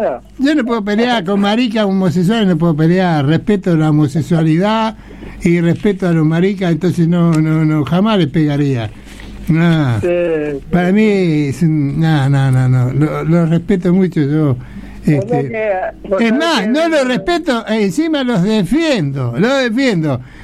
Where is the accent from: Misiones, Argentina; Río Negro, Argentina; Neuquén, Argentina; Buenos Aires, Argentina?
Buenos Aires, Argentina; Yo tenía en mi barrio, cuando yo me crié allá en Pompeya, casi Soldati